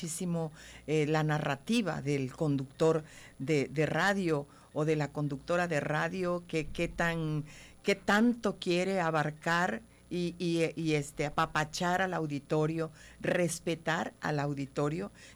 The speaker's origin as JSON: {"language": "Spanish", "town": "Nacajuca", "region": "Tabasco", "country": "Mexico", "said": "soy de Nacajuca, soy una hija de Dios, absolutamente."}